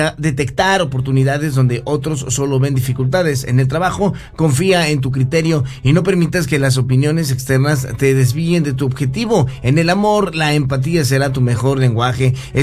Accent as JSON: {"language": "Spanish", "town": "Naranjales", "region": "Veracruz", "country": "Mexico", "said": "Soy de Naranjales, municipio de Cosautlán."}